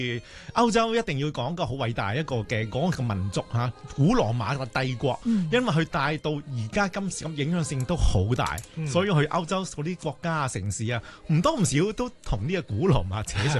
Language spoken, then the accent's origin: Cantonese; Hong Kong